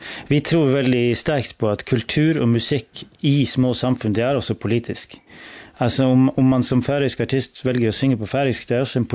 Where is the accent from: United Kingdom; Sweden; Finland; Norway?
Norway; Northern Norway; jag har vuxit upp norr i Norge, ett litet samfund.